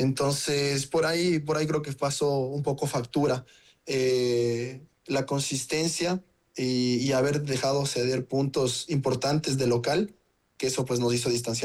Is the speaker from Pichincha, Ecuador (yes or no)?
yes; Quito, Pichincha, Ecuador; also born or lived in Brazil; Soy quiteño, soy serrano, soy tumbaqueño